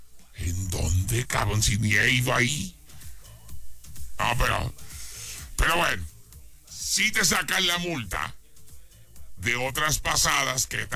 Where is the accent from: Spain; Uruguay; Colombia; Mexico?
Mexico; Guadalajara, Jalisco; moved away; Del lugar de donde yo vengo, el lugar donde hay fotomultas.